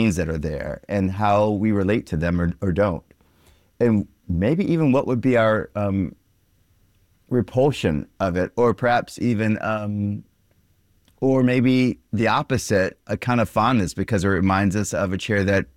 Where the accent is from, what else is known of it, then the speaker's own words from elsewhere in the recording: South Carolina, United States; I grew up in South Carolina